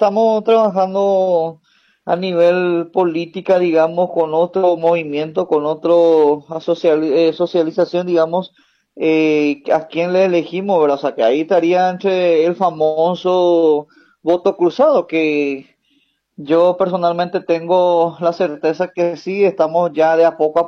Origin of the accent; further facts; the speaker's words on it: Paraguay; es el momento que nosotros como ciudadanos paraguayos, como pueblos indígenas que somos, tanto en CEP, tanto Sanapaná, llevemos el timón